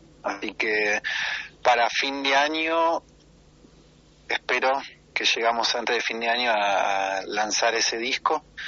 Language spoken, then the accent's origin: Spanish; Buenos Aires, Argentina; now in Bern, Switzerland; yo soy de Buenos Aires, entonces tampoco me quiero disfrazar de salteño